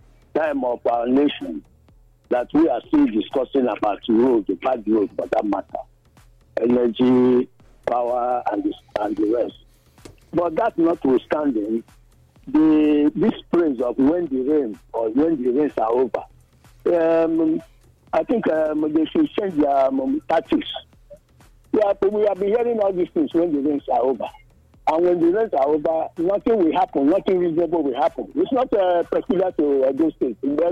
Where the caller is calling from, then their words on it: Nigeria; I'm calling from Mission Road Market.